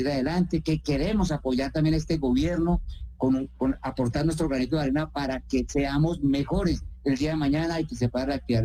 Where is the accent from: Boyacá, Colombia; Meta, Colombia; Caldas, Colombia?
Meta, Colombia; Chichimene; Cuando uno habla que soy de Chichimene, que estamos en Chichimene, siempre la comunidad, de las protestas, de los paros. No, nosotros somos una comunidad muy pacífica.